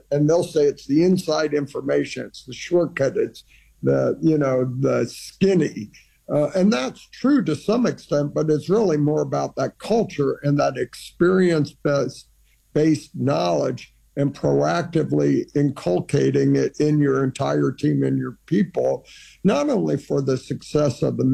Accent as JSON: {"language": "English", "country": "Iran", "tie": "born or raised there"}